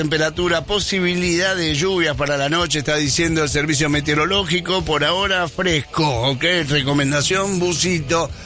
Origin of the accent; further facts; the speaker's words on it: Argentina; la relación que tenemos como pueblo argentino con los españoles